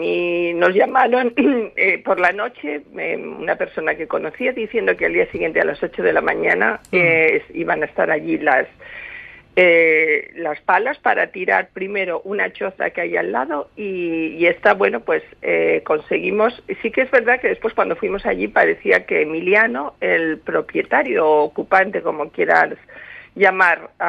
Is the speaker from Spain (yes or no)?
yes; Charco del Palo, Canary Islands, Spain; Yo soy gente del Charco del Palo que se pasa por allí, pasea por la costa